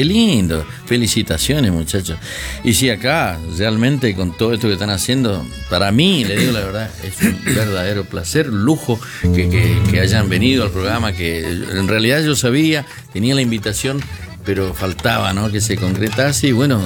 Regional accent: Merlo, Buenos Aires Province, Argentina; de Merlo, provincia de Buenos Aires.

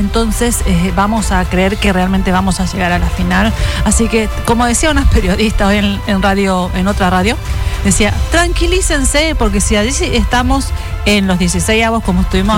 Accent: Argentina; ese orgullo argentino.

